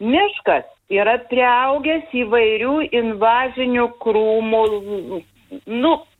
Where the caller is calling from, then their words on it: Vilnius, Vilnius County, Lithuania; Aš gyvenu Dvarčionyse, keramikų 108.